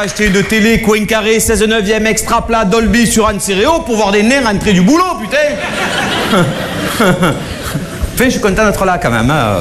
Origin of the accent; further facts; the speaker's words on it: France; Oui, on va vous faire la cuisine, on est français, vous inquiétez pas, laissez-nous faire